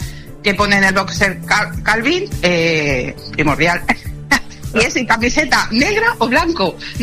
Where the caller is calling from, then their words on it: Alcorcón, Community of Madrid, Spain; de Alcorcón.